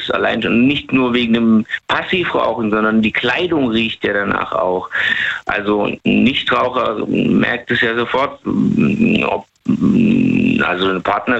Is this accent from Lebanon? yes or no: yes; Lebanon; Ich komme auch aus dem Libanon, also da ist es auch leider.